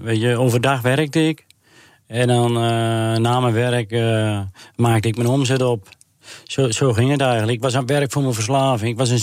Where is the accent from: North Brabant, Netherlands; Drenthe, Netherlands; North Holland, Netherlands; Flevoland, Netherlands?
Flevoland, Netherlands; Urk; Ja, ik ben opgegroeid op Urk natuurlijk. En we zijn Urkers en op Urk iedereen ademt vis.